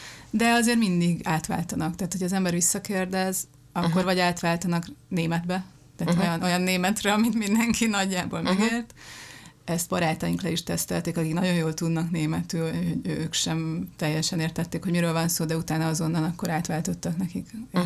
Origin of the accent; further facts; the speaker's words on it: Budapest, Hungary; moved away as an adult; now in Linz, Austria; én budapesti vagyok